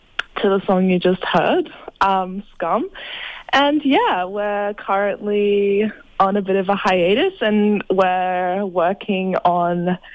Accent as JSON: {"language": "English", "region": "New South Wales", "country": "Australia", "moved": "yes", "lives_now": "Melbourne (Naarm), Australia", "said": "we're all from Bundjalung country, aka Byron Bay or Lismore."}